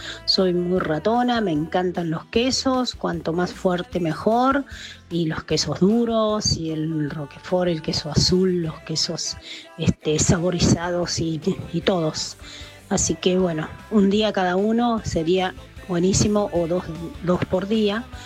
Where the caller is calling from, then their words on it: Catamarca, Argentina; Hola Radio Mitre … de Catamarca.